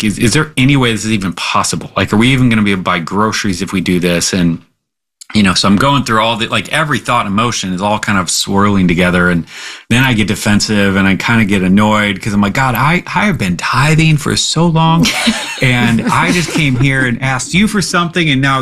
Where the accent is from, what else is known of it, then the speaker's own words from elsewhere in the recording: United States; I was on mission and I'm an American and I want it faster